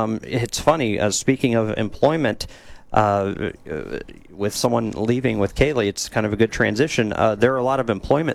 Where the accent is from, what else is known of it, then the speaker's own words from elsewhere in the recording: Dallas-Fort Worth, Texas, United States; now in Columbia, United States; I come from Dallas-Fort Worth, obviously. That's where I started my career.